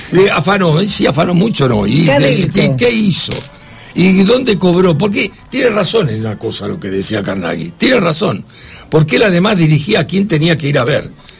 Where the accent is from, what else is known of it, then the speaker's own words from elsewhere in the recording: Argentina; Somos geniales, somos espectaculares, somos argentinos.